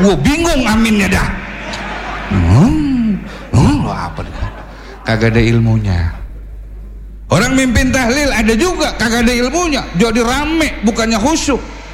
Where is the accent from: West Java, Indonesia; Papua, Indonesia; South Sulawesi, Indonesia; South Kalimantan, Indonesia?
West Java, Indonesia; Bekasi; Ya saya kan orang Betawi pinggiran Pak. Tadi kata MC saya orang Jakarta. Padahal sih nggak tapi Jakarta saya. Nggak tapi Jakarta saya. KTP saya DK Bekasi. Daerah memang segitiga